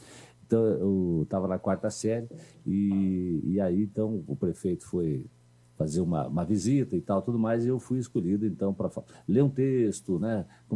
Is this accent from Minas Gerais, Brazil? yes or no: no; Curitiba, Paraná, Brazil; Eu sou da região do Boqueirão, uhum, né? Sou da região do Boqueirão, ali Boqueirão, Auer, Xaxim, Uberaba, Alto Boqueirão.